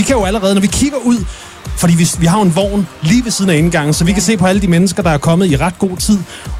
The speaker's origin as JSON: {"language": "Danish", "town": "Næstved", "region": "Zealand", "country": "Denmark", "said": "Jeg er jo fra Næstved"}